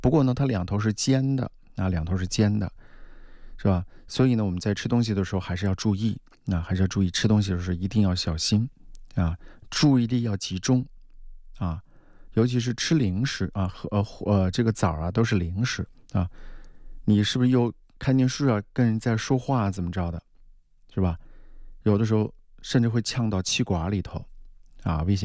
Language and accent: Chinese; Hubei, China; 咱们湖北人特别喜欢吃鱼啊